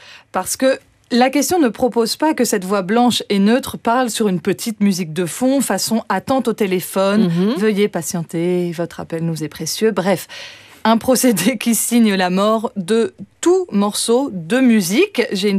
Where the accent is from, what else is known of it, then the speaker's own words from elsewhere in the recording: Brittany, France; prendre des petites routes qu'on appelle chez moi en Bretagne des petits ribines.